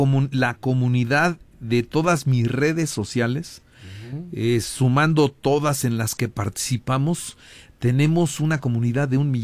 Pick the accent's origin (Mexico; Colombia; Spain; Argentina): Mexico; Huamantla, Tlaxcala; yo soy de Huamantla.